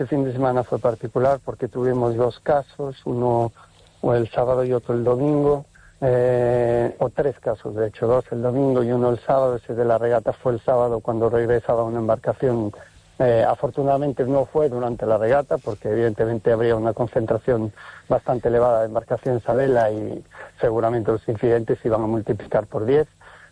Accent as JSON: {"language": "Spanish", "region": "Galicia", "country": "Spain", "said": "Se escogió desde el año 2014 que estamos en Galicia. Yo soy gallego"}